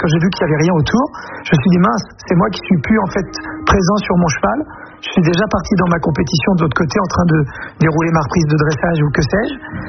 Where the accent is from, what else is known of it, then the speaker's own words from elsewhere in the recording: Roubaix, Hauts-de-France, France; born there; je suis né en 1975, donc j'ai 51 ans, je suis né à Roubaix.